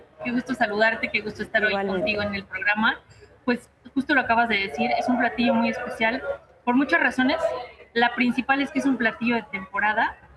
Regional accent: Puebla, Mexico; nos representa no solo como poblanos, sino también como mexicanos.

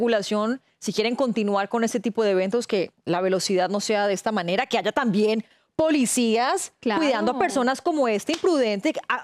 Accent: Ibagué, Tolima, Colombia; Me encanta cuando Alarma TV tiene historias de mi ciudad natal, de Ibagué, que lo adoro con todo corazón

